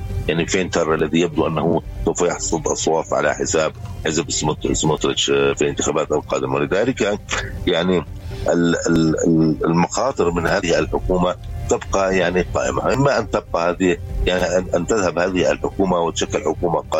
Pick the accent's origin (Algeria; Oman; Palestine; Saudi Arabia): Palestine; علينا أن ندرك كفلسطينيين